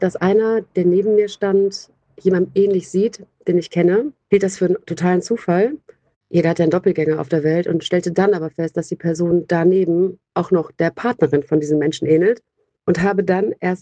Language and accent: German; Mönchengladbach, North Rhine-Westphalia, Germany; aus meiner Heimatstadt. Ich komme ja gebürtig aus Mönchengladbach.